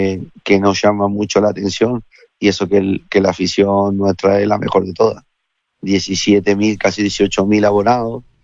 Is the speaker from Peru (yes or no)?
no; Argentina; moved away as an adult; now in Córdoba, Spain; Yo llevo mi 26 verano en Córdoba, ¿vale? Ya soy más cordobés que argentino, porque tengo 50, o sea que ya me he pasado de la media.